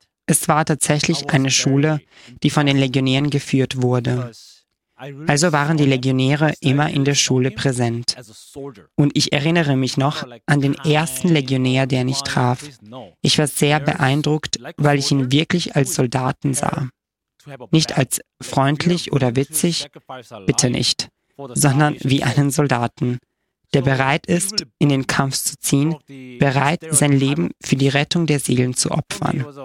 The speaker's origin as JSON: {"language": "German", "country": "South Korea", "second_language": "German", "said": "Zuerst fragte ich mich, warum sollte ich Latein lernen? Als Koreaner ist Latein sehr fern."}